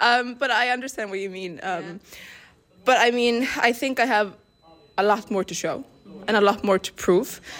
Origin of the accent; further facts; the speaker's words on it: Iceland; Swedish is a second language; moved away as an adult; now in Kristianstad, Sweden; jag är från Island och det är lite lika språk.